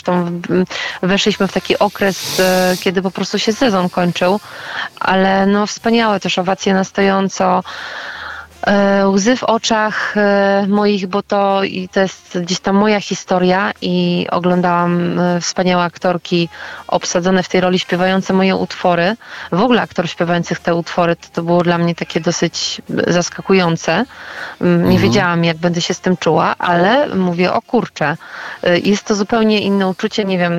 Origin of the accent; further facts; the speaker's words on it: Silesian Voivodeship, Poland; born there; accent: Silesian; Wiesz co, ja się urodziłam na Śląsku, ale również jestem z pochodzenia naprawdę z takiej prawdziwej śląskiej rodziny.